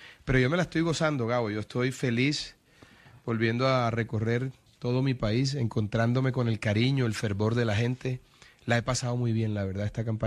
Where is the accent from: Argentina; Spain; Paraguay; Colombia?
Colombia; Caribbean Region; soy un hombre del Caribe. Y nosotros en el Caribe somos afables, somos cariñosos, somos extrovertidos.